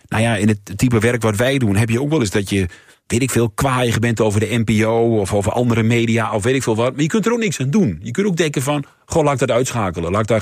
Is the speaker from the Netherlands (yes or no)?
yes; Overijssel, Netherlands; ik kom uit Twente.